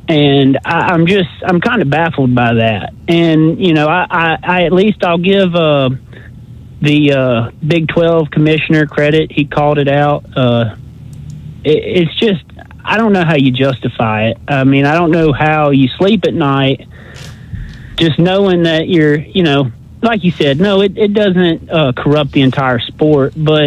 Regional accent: the South, United States; I'm cold natured. You know, I'm born and bred in the South.

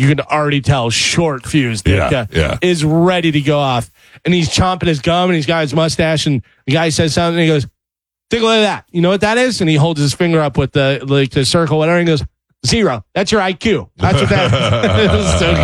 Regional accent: Chicago, Illinois, United States; You know, and I grew up in Chicago and could not get away from … we knew all about the Bears, even though I'm a Steelers fan.

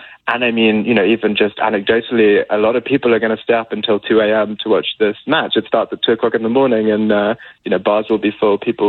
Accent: England, United Kingdom; now in Belgium; I'm English. I've been here 4 years though, so I'm definitely fond of Belgium

